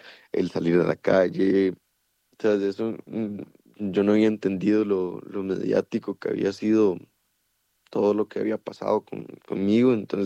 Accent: Pérez Zeledón, San José, Costa Rica; now in Heredia, Costa Rica

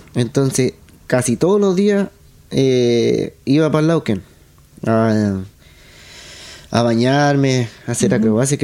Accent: Penco, Biobío, Chile; born or raised there; also born or lived in Chiguayante

